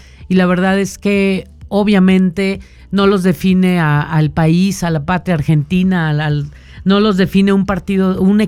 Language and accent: Spanish; Mexico; los mexicanos somos una raza muy especial